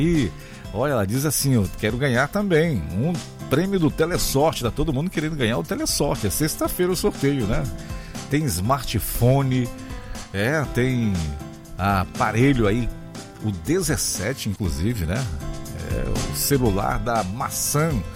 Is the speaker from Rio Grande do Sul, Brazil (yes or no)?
no; Alenquer, Pará, Brazil; moved away; Ivanilce Mota também está na minha terrinha Alenquer acompanhando.